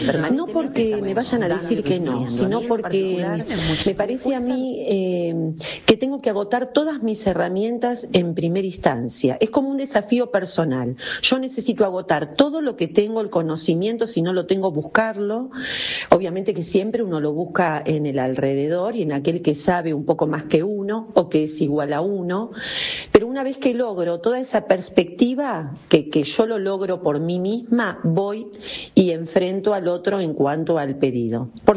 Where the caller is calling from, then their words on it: Buenos Aires, Argentina; Buenas tardes, soy … de Parque Avellaneda.